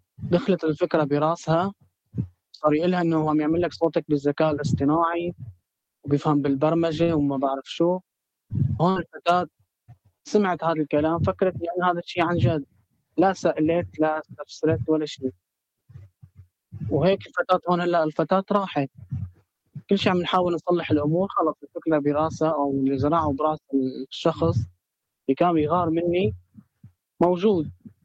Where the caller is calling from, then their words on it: Syria; انا سوري، بس حاول اتكلم معاكم بالمصري عشان تفهموني.